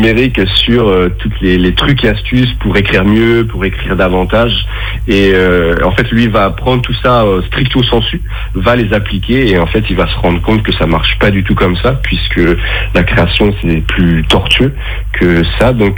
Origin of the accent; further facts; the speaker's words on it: Le Mans, Pays de la Loire, France; Moi, je viens vraiment des scènes ouvertes que j'ai découvert en 2009 chez moi en Sarthe, au Mans.